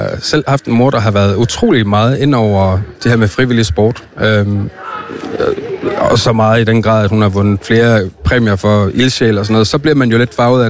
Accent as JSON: {"language": "Danish", "region": "Central Denmark Region", "country": "Denmark", "said": "alle sammen i lokalforeninger i Bording Ikast, hvor jeg kommer fra."}